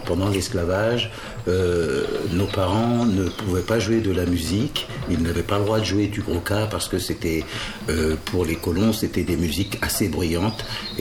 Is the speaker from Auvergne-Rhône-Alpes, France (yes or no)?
no; Paris, Île-de-France, France; born there; je suis né à Paris, originaire de la Guadeloupe, je suis la deuxième génération arrivée en France